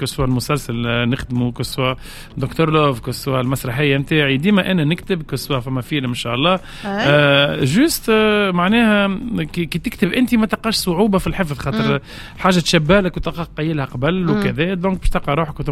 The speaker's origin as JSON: {"language": "Arabic", "town": "Ariana", "region": "Ariana Governorate", "country": "Tunisia", "tie": "born there", "moved": "as an adult", "lives_now": "Ennasr, Tunisia", "said": "كي عرست وليت نسكن في النصر اما حومتي اريانا"}